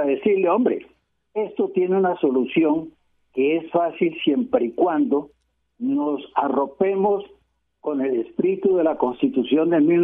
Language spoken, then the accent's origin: Spanish; Puerto Colombia, Atlántico, Colombia; also born or lived in Barranquilla; Nací en Barranquilla, hospital de Barranquilla, y mi primera infancia o nuestra primera infancia de los 3 hermanos mayores la vivimos en Puerto Colombia